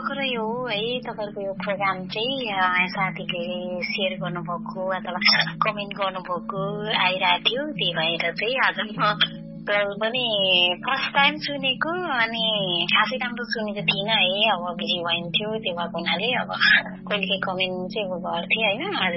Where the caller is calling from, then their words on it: Kuwait; मेरो खबर एकदमै ठिकै छ, अनि यताको पनि ठिकै छ भन्नुपर्छ